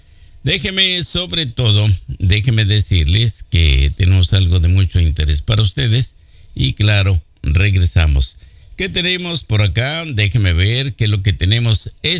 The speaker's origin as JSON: {"language": "Spanish", "country": "Mexico", "said": "Todos los que somos mexicanos nos felicitamos."}